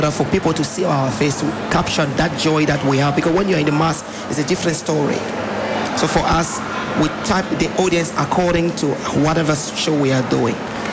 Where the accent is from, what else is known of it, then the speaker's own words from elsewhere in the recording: Côte d’Ivoire; now in Australia; we do back home in Ivory Coast.